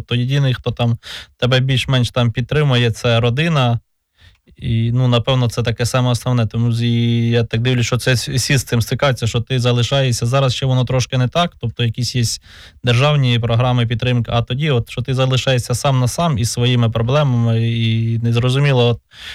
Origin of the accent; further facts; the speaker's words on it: Kherson Oblast, Ukraine; я повернувся в рідне село, тому що я родом сам з Херсонської області.